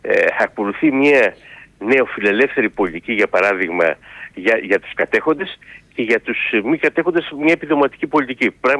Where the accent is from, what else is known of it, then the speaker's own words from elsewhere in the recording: Eastern Macedonia and Thrace, Greece; Έτσι λένε και στην πατρίδα μου επάνω στον Εύρο.